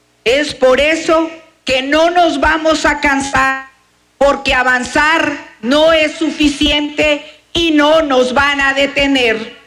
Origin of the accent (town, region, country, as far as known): San Cristóbal de las Casas, Chiapas, Mexico